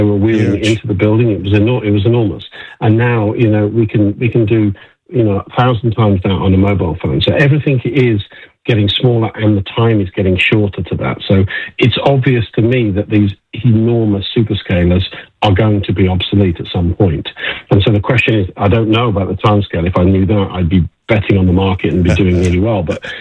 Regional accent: United Kingdom; now in United States; I'm a Brit

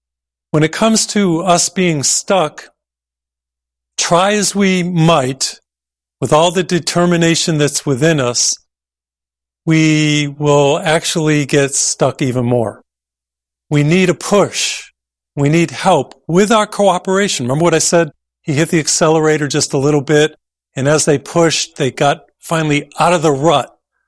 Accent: Massachusetts, United States; born or raised there

